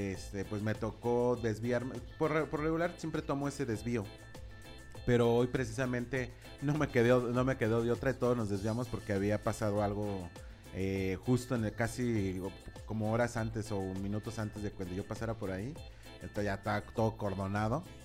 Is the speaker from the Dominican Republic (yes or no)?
no; Mexico